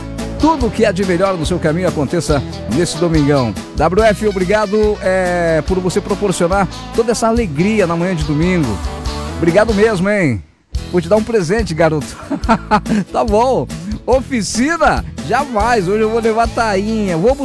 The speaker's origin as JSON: {"language": "Portuguese", "town": "Lauro Müller", "region": "Santa Catarina", "country": "Brazil", "said": "Nós damos Lauro Miller, Serra Catarinense, nós somos do Lauro Miller, Serra Catarinense."}